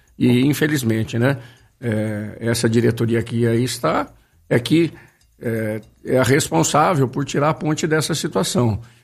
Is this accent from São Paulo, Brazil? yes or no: yes; Campinas, São Paulo, Brazil; Eu sou campineiro, eu vivo futebol de Campinas há mais de 50 anos, sabe?